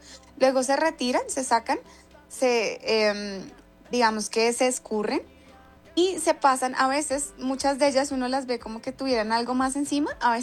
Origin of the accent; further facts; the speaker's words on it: Colombia; los colombianos somos muy generosos